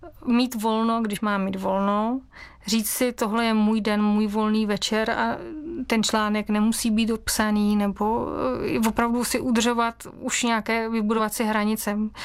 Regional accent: Moravia, Czechia; also born or lived in Leuven, Belgium; now in Plzeň, Czech Republic; Já jsem původně z Moravy, teď žiju v Plzni.

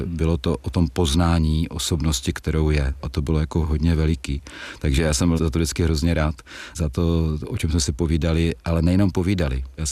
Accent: Brno, South Moravian Region, Czechia; Ale pochopitelně já jsem rodilý Brňák

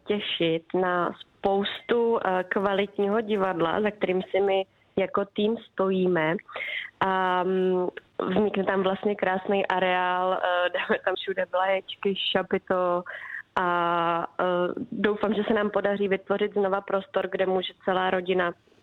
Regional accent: Jablonec nad Nisou, Liberec Region, Czechia; já jsem z Jablonce nad Nisou

